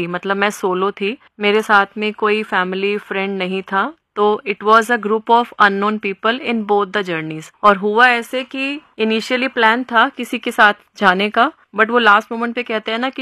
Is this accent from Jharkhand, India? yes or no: no; Panipat, Haryana, India; moved away; also born or lived in Delhi / Tripura; मैं पानीपत हरियाणा से बिलोंग करती हूँ, मेरी एजुकेशन दिल्ली में हुई है और नौकरी के तौर पे मैंने त्रिपुरा राज्य में, हरियाणा में मैंने काम किया।